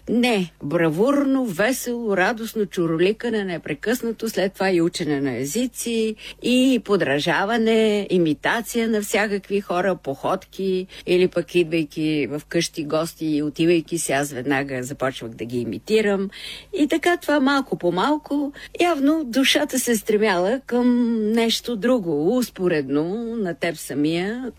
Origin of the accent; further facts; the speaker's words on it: Sofia, Sofia City, Bulgaria; О, най-прекрасния град София. Защото аз съм родена на Шейново улицата.